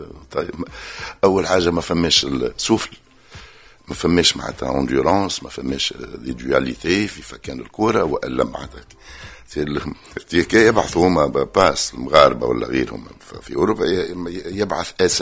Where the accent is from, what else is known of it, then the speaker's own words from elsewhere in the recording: Tunis, Tunis Governorate, Tunisia; also born or lived in Béja; أنا من مواليد 1957، حليت عينيا في تونس، أما تولدت في باجة، معناتها أمي مشات ولدتني غادي ورجعت، معناتها الدار اللي نتفكرها الأولى معناتها كانت في باب سعدون زنقة بو كمشة